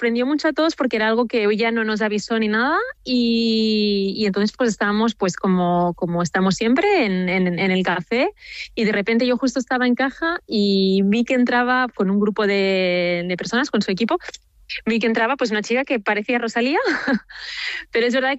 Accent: Barcelona, Catalonia, Spain; moved away as an adult; now in Paris, France; yo, siendo española de Barcelona, siempre había pensado, yo llevo 13 años en París

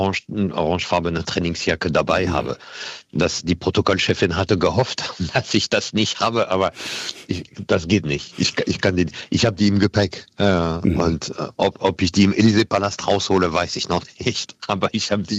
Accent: Paris, Île-de-France, France; German is a second language; moved away as an adult; now in Germany; Ich bin eigentlich Franzose, in Paris geboren, in Paris aufgewachsen, mit einer besonderen Geschichte, nämlich meine Großmutter war Auschwitz-Überlebende. Mit dieser Geschichte bin ich nach Deutschland gekommen

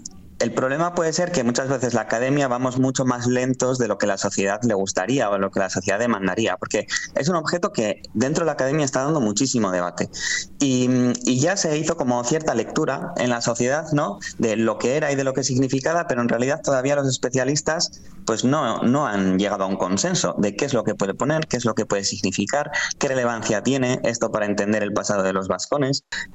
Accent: Basque Country, Spain; A cómo nos vemos y definimos como vascos

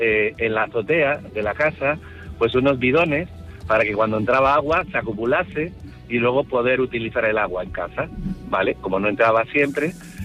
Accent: Las Palmas de Gran Canaria, Canary Islands, Spain; born there; now in Santiago de Compostela, Spain; llamo desde Santiago, pero yo soy canario, de Las Palmas de Gran Canaria, y nací en los 60.

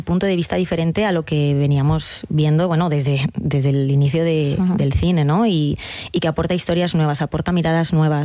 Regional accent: Madrid, Community of Madrid, Spain; Yo de Madrid.

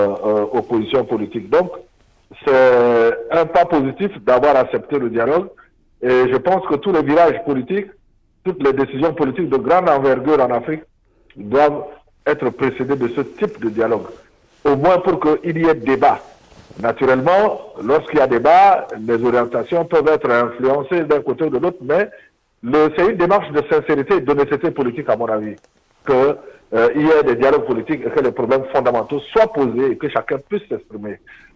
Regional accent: Central African Republic; now in Bangui, Central African Republic; Et je le dis en tant que centrafricain

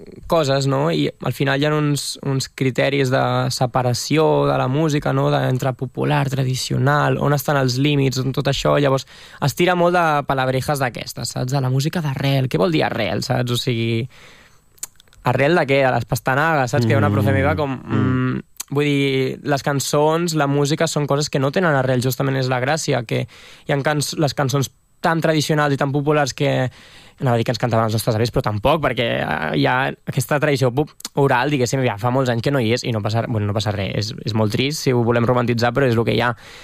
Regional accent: Catalonia, Spain; com a catalans

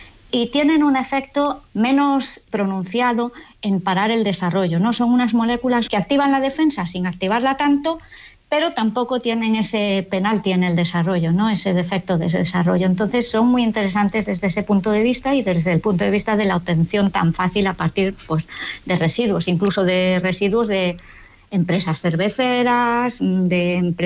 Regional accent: Galicia, Spain; Bueno, pues porque yo soy gallega y cuando me vine a Galicia a la misión biológica

